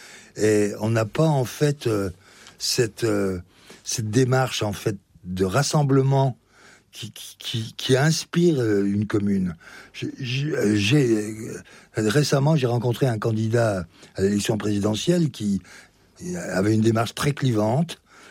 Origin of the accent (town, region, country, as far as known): Belley, Auvergne-Rhône-Alpes, France; born or raised there